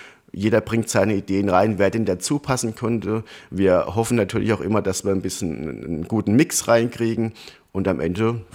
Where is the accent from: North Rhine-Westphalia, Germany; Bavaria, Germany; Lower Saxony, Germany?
Bavaria, Germany; Schneeberg; ich bin ebenfalls aus der Ecke. Tatsächlich. Also die Lena und ich, wir sind beide aus Schneeberg. Das ist wirklich schon Rand Bayern. Also wir können nach Baden-Württemberg laufen und mit dem Fahrrad nach Hessen fahren.